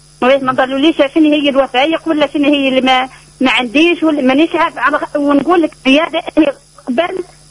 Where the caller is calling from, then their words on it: Beni Khedache, Medenine, Tunisia; معك مواطنة من بن خداش.